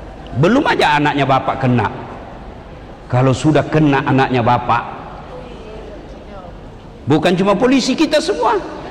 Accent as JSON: {"language": "Indonesian", "region": "South Sulawesi", "country": "Indonesia", "said": "kami orang Bugis"}